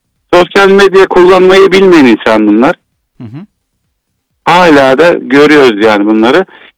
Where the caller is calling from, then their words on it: Izmir, İzmir, Turkey; İzmir'den